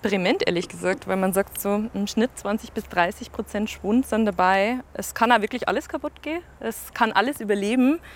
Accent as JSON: {"language": "German", "town": "Fichtach", "country": "Germany", "tie": "born or raised there", "said": "Das kommt aus meinem Heimatort und ist tatsächlich Erde aus Fichtach."}